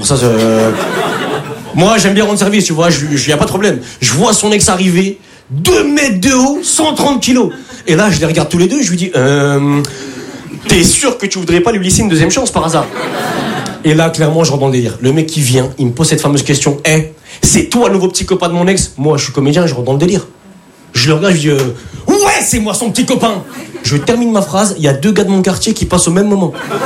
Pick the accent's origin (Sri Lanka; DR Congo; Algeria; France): France; Lille, Hauts-de-France; now in Paris, France; Je viens d'arriver sur Paris, je viens de Lille.